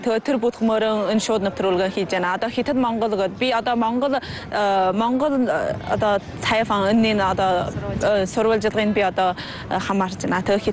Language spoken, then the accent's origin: Mongolian; Hulunbuir, Inner Mongolia, China; Тэгээ Хүлэнбэр хотын өвөн хөшөөнэй шинхэн самар нутагтай.